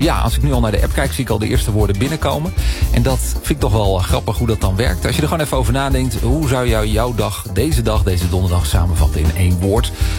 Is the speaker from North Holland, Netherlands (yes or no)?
yes; Huizen, North Holland, Netherlands; born there; Ik ben ook geboren in Huizen